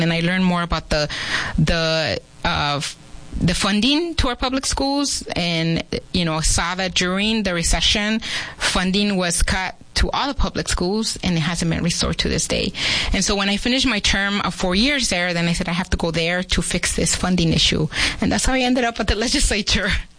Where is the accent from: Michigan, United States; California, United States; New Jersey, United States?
California, United States; Los Angeles; I grew up in L.A. I call it the land of … the San Fernando Valley.